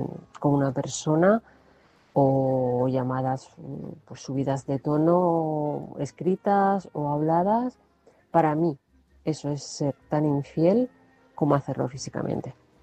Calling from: Toledo, Castilla-La Mancha, Spain; de Toledo, aquí una noche más entre costuras.

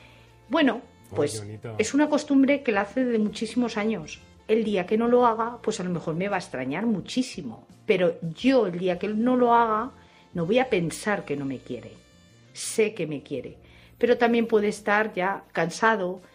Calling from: Madrid, Community of Madrid, Spain; Buenas noches. … de Madrid.

